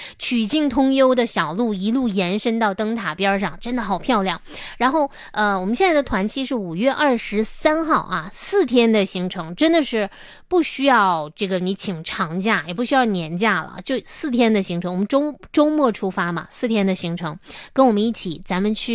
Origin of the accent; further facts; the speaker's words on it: Northeast China, China; now in Harbin, China; 这个是独属于咱们东北人出境游的福利。